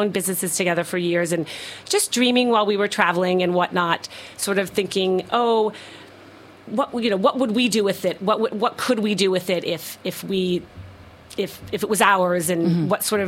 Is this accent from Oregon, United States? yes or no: yes; Portland, Oregon, United States; we are from Portland, Oregon